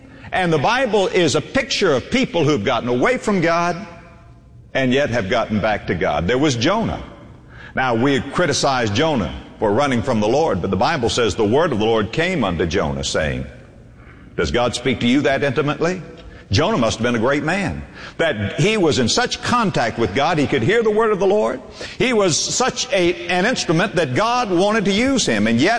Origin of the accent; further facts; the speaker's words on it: Florida, United States; I was raised in Florida.